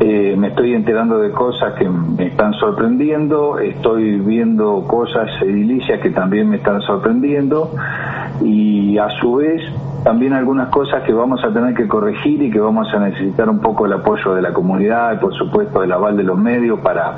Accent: Punta Alta, Buenos Aires Province, Argentina; Somos todos de Punta Alta

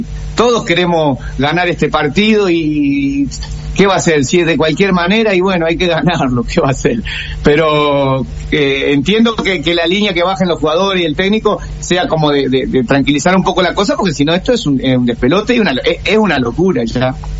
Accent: Santa Fe, Argentina; Yo soy hincha Unión, yo soy tatengue porque soy santafesino

